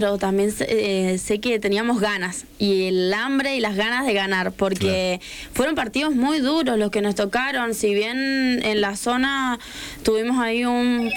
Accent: Mendoza, Argentina; yo soy de Mendoza.

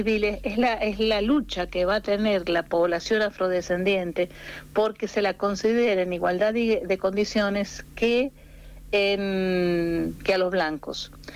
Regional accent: Argentina; vos sabes muy bien cómo somos los argentinos, campechanos

